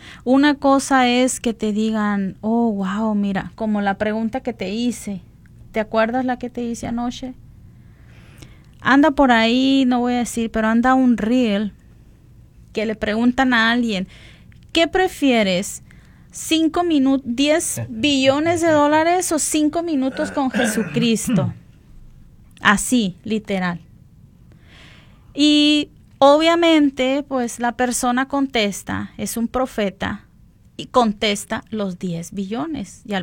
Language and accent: Spanish; Mexico; como mexicanos sí somos muy dados a usar esa frase.